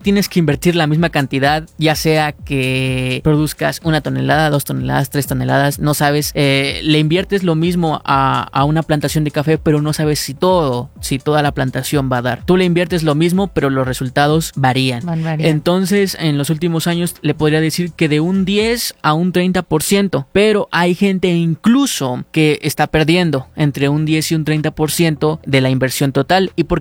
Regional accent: Huehuetla, Hidalgo, Mexico; Y también a Tenango de Doria y Huehuetla Hidalgo, que es el lugar de donde vengo. Es un lugar muy hermoso y muchos saludos a todos.

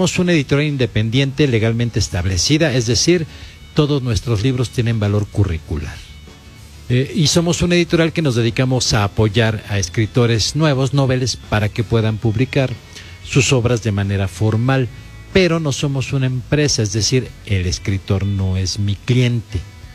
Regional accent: Mexico City, Mexico; De Ciudad de México.

